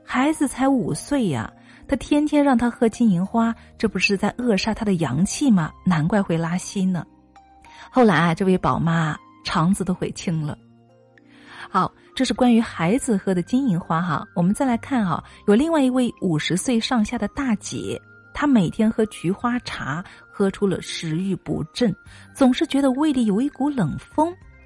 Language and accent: Chinese; China; 我们中国人对保温杯啊，应该说是情有独钟哈。